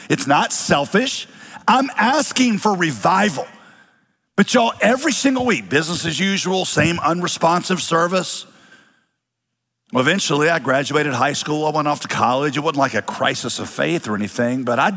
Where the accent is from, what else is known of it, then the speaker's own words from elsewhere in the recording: Winston-Salem, North Carolina, United States; I grew up in Winston-Salem. That was my home city. From the time I was two, went to college in Winston-Salem.